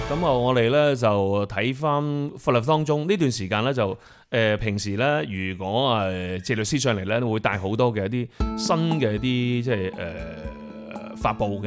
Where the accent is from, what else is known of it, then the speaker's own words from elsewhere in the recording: Guangdong, China; 同我哋廣東人嘅或者我哋中國嘅一個傳統咧係有啲偏差